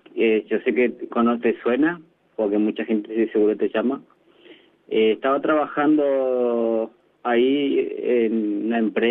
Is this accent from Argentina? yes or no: yes; Formosa, Argentina; Y yo soy bien orgulloso de ser de acá.